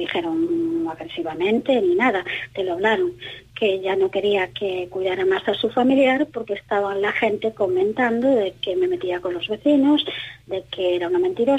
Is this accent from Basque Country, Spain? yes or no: no; Galicia, Spain; Mire, yo soy una persona gallega